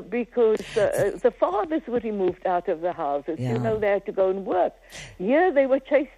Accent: Western Cape, South Africa; where I grew up in Eastfield

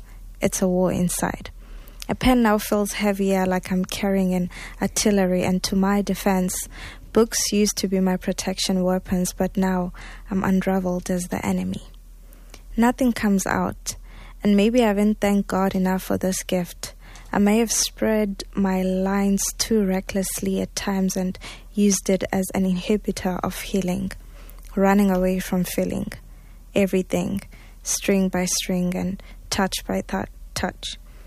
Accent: South Africa; I'm from South Africa.

